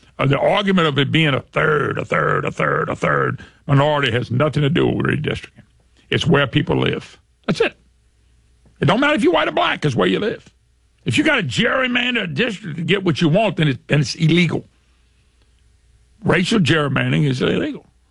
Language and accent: English; Baton Rouge, Louisiana, United States; born there; Because I was born in Lady Lake Hospital in Baton Rouge. When I lived in Monroe, I used it at St. Francis Hospital in Monroe.